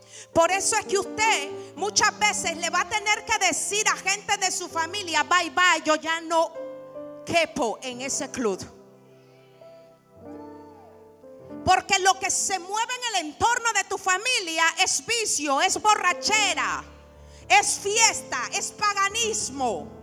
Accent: Nicaragua; now in El Salvador; me recordaba cuando tuve que tomar la decisión de salir de mi tierra natal, Nicaragua, rumbo a El Salvador, mi destino.

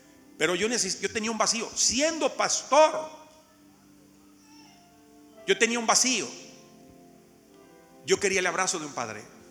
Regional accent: Monterrey, Nuevo León, Mexico; el barrio donde yo crecí. Yo soy de México, de Monterrey

